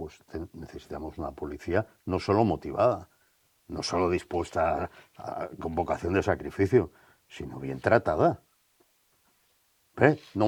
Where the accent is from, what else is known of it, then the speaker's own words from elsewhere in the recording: Barcelona, Catalonia, Spain; moved away as an adult; como catalán que he sido durante 57 años, desde que nací, 57 años los pasé en Barcelona